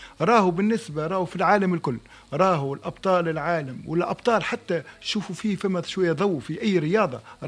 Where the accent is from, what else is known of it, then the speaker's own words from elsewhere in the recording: Tunisia; احنا بالنسبة في تونس